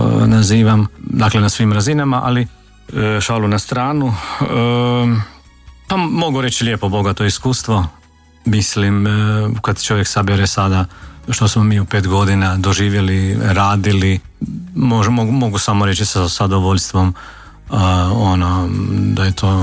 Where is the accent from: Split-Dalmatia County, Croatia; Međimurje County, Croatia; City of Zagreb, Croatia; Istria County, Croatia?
Međimurje County, Croatia; Hodošan; Ja sam odrastao u Međimurju, u župi Svete Juraja u Trnju, jednom malom mjestu Hodošan, koji je filijala te župe.